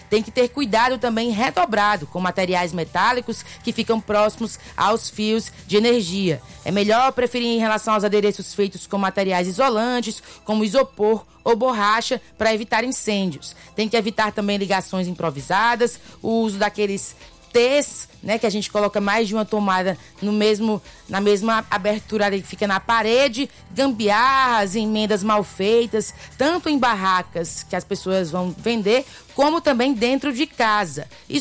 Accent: Northeast Region, Brazil; Nós que somos nordestinos, amanhã é dia de quê?

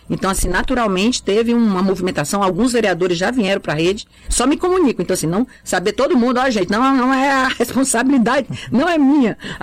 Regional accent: Fortaleza, Ceará, Brazil; born there; Eu nasci na periferia de Fortaleza, no Mudubim, quando era. Mudubim ainda tinha vacaria. Então, assim, ali era a zona rural de Fortaleza.

